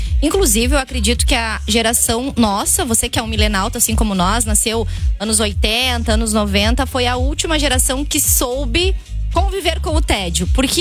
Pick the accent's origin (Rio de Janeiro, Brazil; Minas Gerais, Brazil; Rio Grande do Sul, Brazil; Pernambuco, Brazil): Rio Grande do Sul, Brazil; lá no Rio Grande do Sul, como eu sou gaúcha